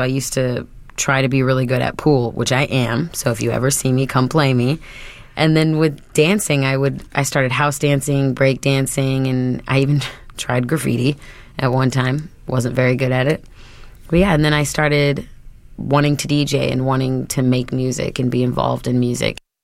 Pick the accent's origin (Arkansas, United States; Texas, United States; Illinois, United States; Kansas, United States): Illinois, United States; Peoria; now in Chicago, United States; I'm originally from Peoria, or Dunlap. Nobody knows where that is. And what drew me to Chicago was that there was so much diversity here and so much culture.